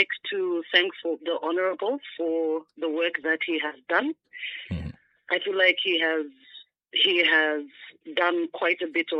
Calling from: Lusaka, Lusaka Province, Zambia; I'm calling from Lusaka, Zambia.

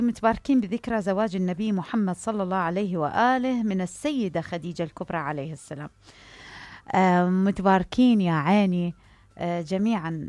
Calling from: Baghdad, Baghdad Governorate, Iraq

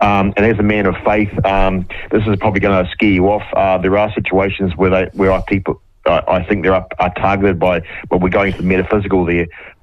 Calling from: Milford, Auckland, New Zealand; I'm calling from the Milford on the North Shore, and I'll be going out to the CBD shortly.

